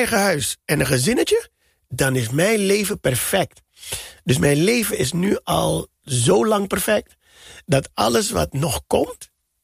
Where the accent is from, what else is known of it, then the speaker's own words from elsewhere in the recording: Suriname; Ik ben opgegroeid in Suriname in de jaren 80... toen het heel moeilijk was met in de rij staan en schaarste aan alles.